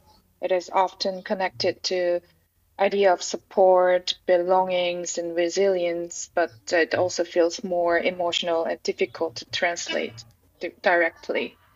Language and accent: English; South Korea; English is a second language; moved away; also born or lived in Germany; I'm originally from South Korea, and I spent around 12 years living in Germany, and I also studied in Borg in Halle.